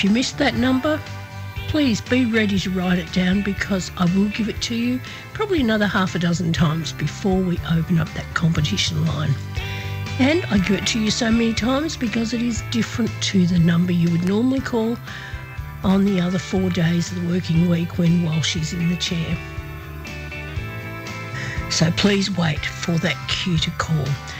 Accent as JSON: {"language": "English", "town": "Horsham", "region": "Victoria", "country": "Australia", "tie": "born or raised there", "said": "broadcasting from my hometown of Horsham, and that's right in the heart of the Wimmera region of Western Victoria."}